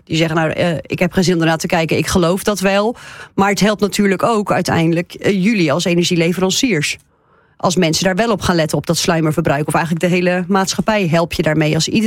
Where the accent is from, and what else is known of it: Netherlands